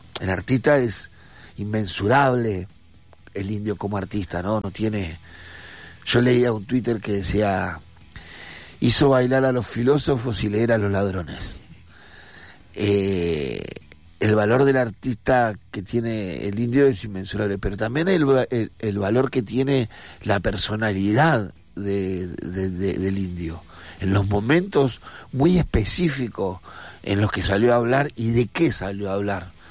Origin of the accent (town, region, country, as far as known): Argentina